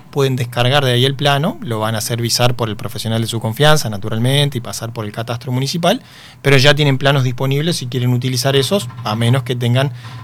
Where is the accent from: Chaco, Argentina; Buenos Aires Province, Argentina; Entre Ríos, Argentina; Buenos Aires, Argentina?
Entre Ríos, Argentina; General Ramírez; Yo soy de Ramírez